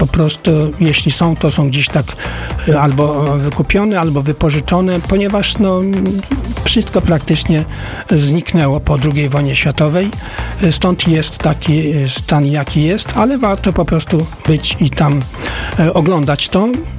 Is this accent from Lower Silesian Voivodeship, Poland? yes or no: no; Lesko, Subcarpathian Voivodeship, Poland; U nas w Lesku jest to technikum leśne